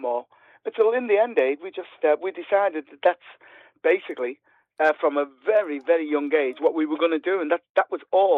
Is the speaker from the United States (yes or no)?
no; Liverpool, North West England, United Kingdom; we grew up in Toxteth, and Toxteth was the inner city part of Liverpool.